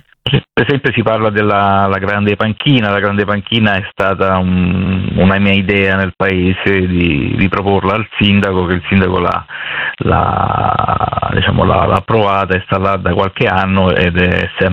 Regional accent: Rome, Lazio, Italy; Sì, io sono di Roma, però diciamo che da piccolo ho sempre passato le mie estati a Celleno.

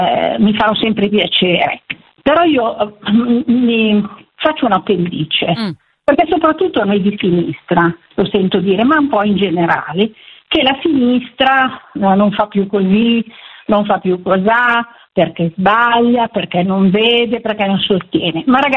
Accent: Milan, Lombardy, Italy; moved away; io sono nata e sono vissuta tantissimo tempo a Milano.

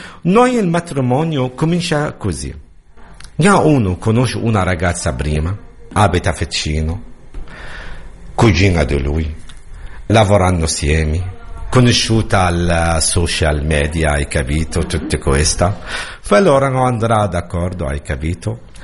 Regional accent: Jabalia, Gaza Strip, Palestine; Italian is a second language; moved away as an adult; now in Italy; io vengo di Gaza, proprio di nord di Gaza, campo di Jabalia, sono 49 anni.

